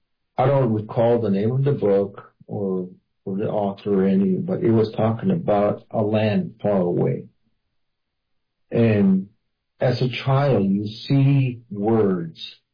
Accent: Arizona, United States; first language Hopi; English is a second language

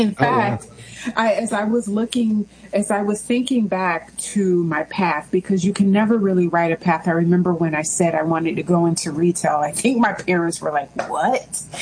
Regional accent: Orlando, Florida, United States; Yeah, so I am actually from Central Florida, right there in Orlando is where I grew up, and definitely enjoyed being there.

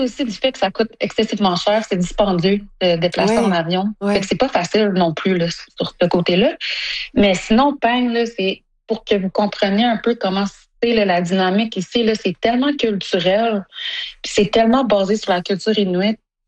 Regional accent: Sept-Îles, Quebec, Canada; moved away as an adult; Ben, moi j'ai grandi à Sept-Îles parce que j'étais avec mon père. Puis ma mère est la ville de Iqaluit. Puis j'ai déménagé là quand j'avais 19 ans.

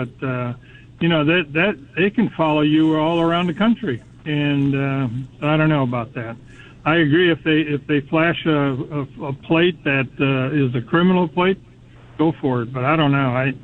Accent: Detroit, Michigan, United States; I grew up in Detroit, so I'm a Lions fan

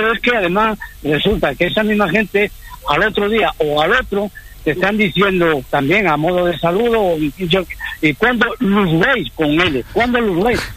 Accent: Extremadura, Spain; yo soy extremeño, pero desde hace casi 50 años pues convivo con mi mujer, que es de La Mancha

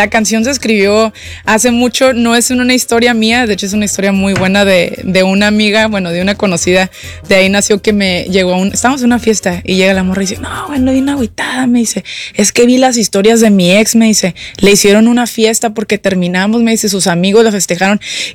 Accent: Mexico; ya sabes cómo somos los mexicanos.

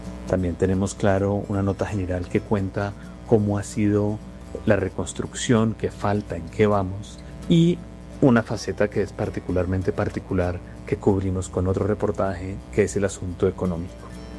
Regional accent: Colombia; En mi país tenemos dos grandes asuntos para tratar este jueves. De un lado, en el Frente Local Nacional Colombiano

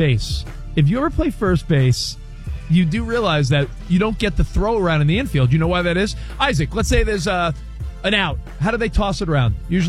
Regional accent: New York, United States; Like the Daily, we grew up in New York, the Daily News and Newsday

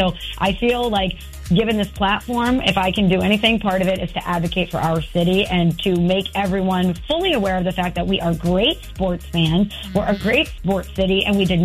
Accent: Belleville, Illinois, United States; moved away as an adult; now in New York City, United States; a young girl growing up in Belleville, Illinois, who just loved watching sports with her dad, would be living in New York City

